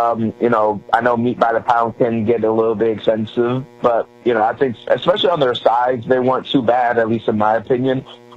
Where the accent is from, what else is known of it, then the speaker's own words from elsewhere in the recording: Chicago, Illinois, United States; now in Kansas City, United States; I'm from Chicago, by the way. I didn't realize Burnin's was a thing until I got here.